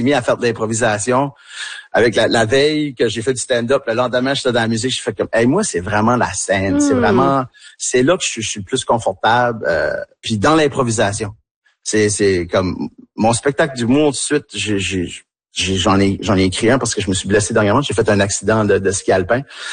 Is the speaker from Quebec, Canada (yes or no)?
no; Tracadie, New Brunswick, Canada; accent: Tracadie; quand je suis avec eux autres, ben, je parle avec mon accent tracadie un peu plus, puis je me laisse aller